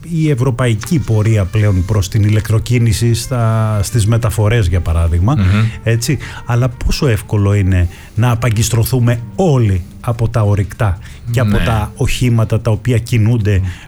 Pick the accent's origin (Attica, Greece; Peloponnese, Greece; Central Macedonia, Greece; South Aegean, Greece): Attica, Greece; Athens; Θυμάμαι και από τα παιδικά μου χρόνια, μεγάλωσα στην Κυψέλη και θυμάμαι με τους γονείς μου κάποια ημέρα καύσωνα τη δεκαετία του 80